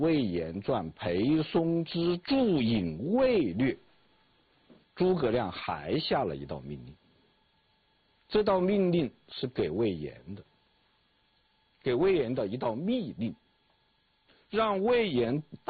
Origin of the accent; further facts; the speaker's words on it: China; 因为我们中国人喜欢，